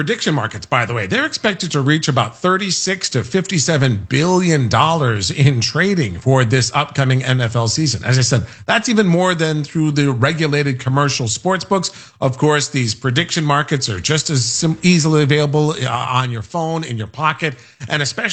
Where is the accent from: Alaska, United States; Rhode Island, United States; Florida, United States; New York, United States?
Rhode Island, United States; as a Rhode Island native, a New England native